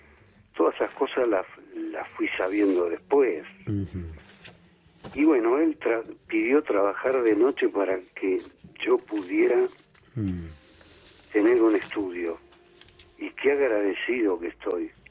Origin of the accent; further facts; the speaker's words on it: Italy; Yo soy italiano y ella es vasca.